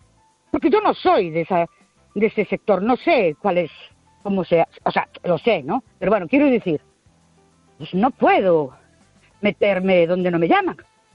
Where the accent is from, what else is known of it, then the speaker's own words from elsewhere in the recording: Ourense, Galicia, Spain; de Ourense otra vez.